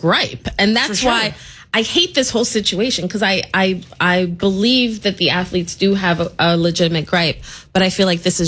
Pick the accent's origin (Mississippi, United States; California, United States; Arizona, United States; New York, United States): New York, United States; New York City; I didn't go to a big college. I'm from New York City. College football, not huge here.